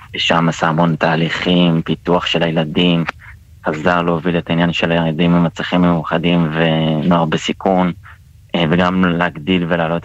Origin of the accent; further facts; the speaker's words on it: Tel Aviv, Tel Aviv District, Israel; born there; שנה אחר כך כבר עברנו לאותו בית ספר, גדלנו יחד בעירוני ד', היינו ביחד בכיתה